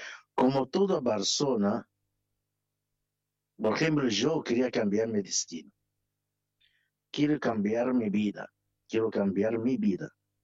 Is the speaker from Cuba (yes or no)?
no; Egypt; Spanish is a second language; moved away as an adult; now in Termas de Río Hondo, Argentina; Soy de Egipto.